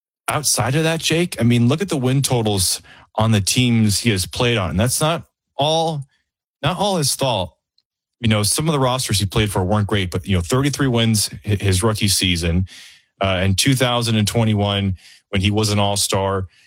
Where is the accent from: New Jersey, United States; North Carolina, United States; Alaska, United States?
North Carolina, United States; Charlotte; I'm from Charlotte